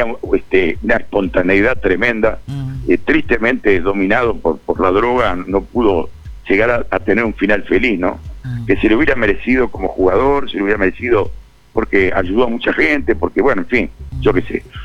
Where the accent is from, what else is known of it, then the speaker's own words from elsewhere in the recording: Uruguay; ¿de dónde sos vos? Yo de Uruguay.